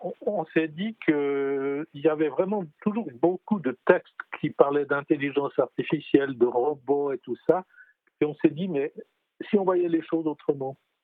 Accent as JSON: {"language": "French", "country": "Switzerland", "said": "on est suisse"}